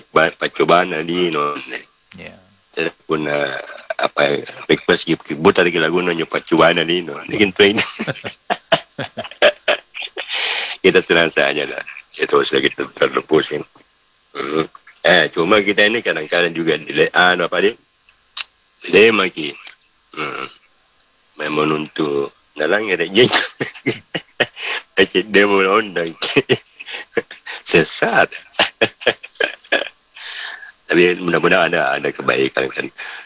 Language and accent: Indonesian; Sinjai, South Sulawesi, Indonesia; Sebenarnya tidak, saya dari Sinjai.